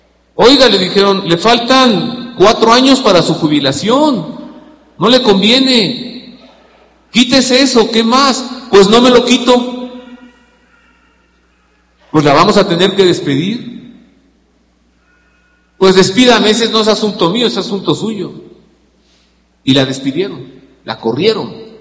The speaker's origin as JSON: {"language": "Spanish", "country": "Mexico"}